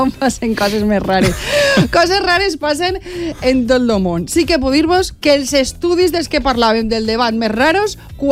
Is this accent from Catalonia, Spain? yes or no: no; Puçol, Valencian Community, Spain; now in Quart de les Valls, Spain; Jo soc nascuda en Pusol i m'ha criat allí 6 anys, però jo després me n'he anat a viure a Quart de les Valls i ne porte 40 allí.